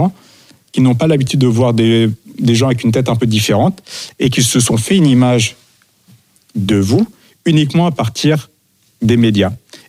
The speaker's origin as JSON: {"language": "French", "region": "Normandy", "country": "France", "tie": "born there", "also_born_or_lived": "Paris / Nice", "moved": "yes", "said": "On a vécu dans une toute petite ville en Basse-Normandie. Et lorsque nous sommes arrivés dans cette ville, mon père est commerçant, nous étions les seuls, quasiment les seuls arabes de la ville. Donc, je suis né à Paris, assez cosmopolite"}